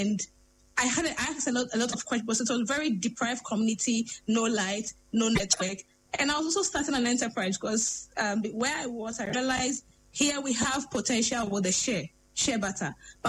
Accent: Obuasi, Ashanti, Ghana; also born or lived in Upper West Region; I grew up in Obuasi before I finally came to my hometown, Upper West.

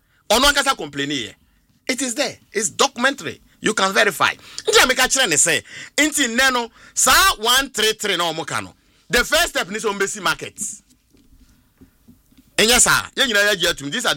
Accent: Abomosu, Eastern Region, Ghana; Honorable, I'm from Abomosu in the eastern region.

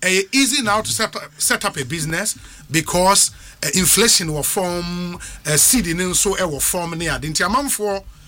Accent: Ghana; This road passes through my hometown, Achem Asene.

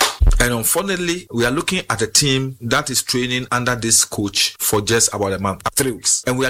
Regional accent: Ghana; I'm a Ghanaian. I'm not 100% confident, but I'm confident in them.

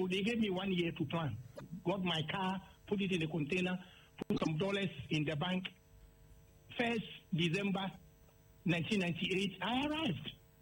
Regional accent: Ghana; moved away as an adult; It means that after graduation, I should come to my home country and stay for at least 2 years before I can come back.

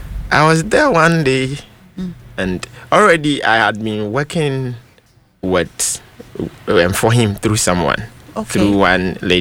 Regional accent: Abetifi, Eastern Region, Ghana; I'm a cool boy. I'm from Abitifi.

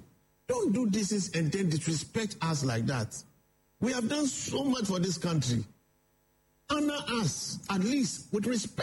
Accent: Jamestown, Greater Accra, Ghana; Me, I don't come from La. I come from Jamestown, British Accra.

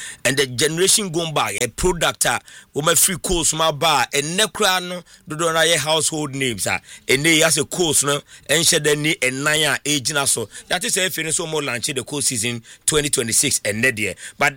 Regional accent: Koforidua, Eastern Region, Ghana; Growing up in Koforidua, we sometimes got the positive surprise

